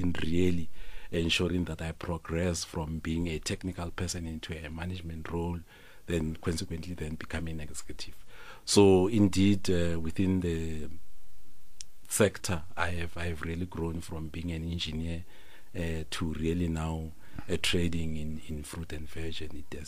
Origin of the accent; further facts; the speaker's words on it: Bela-Bela, Limpopo, South Africa; now in Johannesburg, South Africa; Well, originally I'm from Belabela in Limpopo, a small town called Belabela in Limpopo.